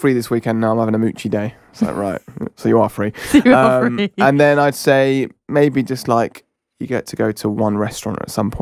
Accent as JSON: {"language": "English", "town": "Brighton", "region": "South East England", "country": "United Kingdom", "said": "especially because I'm from Brighton."}